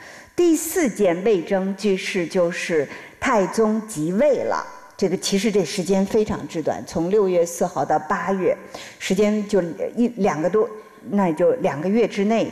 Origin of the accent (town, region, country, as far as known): China